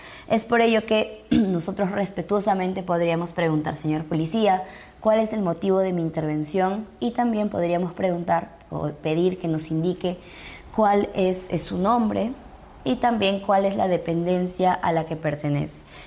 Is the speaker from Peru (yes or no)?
yes; Peru